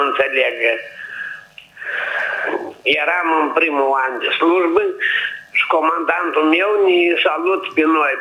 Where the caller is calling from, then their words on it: Moldova; Noi suntem moldoveni